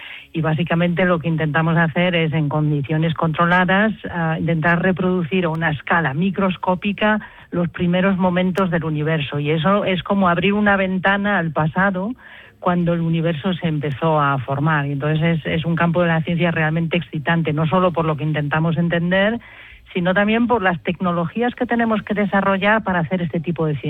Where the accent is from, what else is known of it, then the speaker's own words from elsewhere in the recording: Santiago de Compostela, Galicia, Spain; moved away as an adult; now in Switzerland; soy, bueno, pues como muchos gallegos que han emigrado y que se han ido de Galicia, pero que todos conservamos esa forma tan gallega de ver la vida